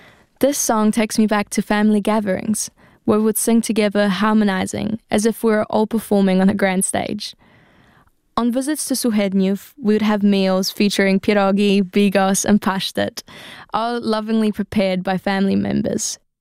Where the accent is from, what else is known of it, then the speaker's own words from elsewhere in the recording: Sosnowiec, Silesian Voivodeship, Poland; also born or lived in Katowice; I was born in Katowice, a city known for its industrial roots and vibrant cultural scene, before moving to Sosnowiec, where my childhood memories unfolded.